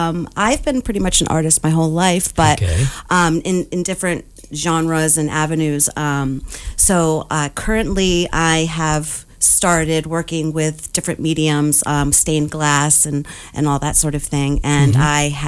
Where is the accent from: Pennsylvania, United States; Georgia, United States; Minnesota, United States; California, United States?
Pennsylvania, United States; Newtown; born there; So I was born in Newtown, Pennsylvania.